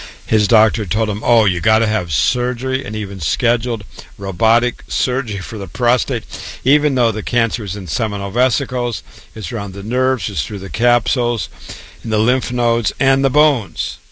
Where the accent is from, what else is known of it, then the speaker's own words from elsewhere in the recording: Waterloo, Iowa, United States; born and raised in Waterloo, Iowa. Went to public school, university, MD at 25.